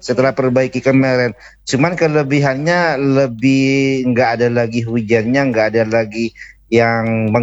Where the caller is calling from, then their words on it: Kijang, Riau Islands, Indonesia; saya orang Kijang